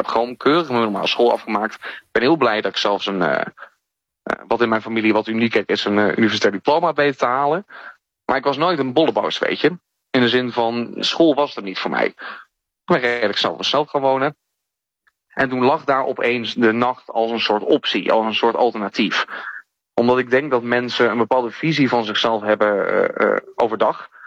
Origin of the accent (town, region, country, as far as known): Amsterdam, North Holland, Netherlands